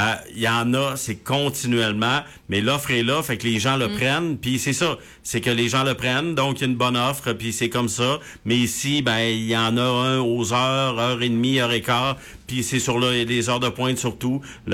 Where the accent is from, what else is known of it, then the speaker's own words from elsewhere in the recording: Saguenay, Quebec, Canada; c'est mon équipe d'enfance qui est impliquée dans la Coupe Memorial, les Saguenayens de Chicoutimi. Longtemps, là, c'était l'équipe junior de mon coin de pays.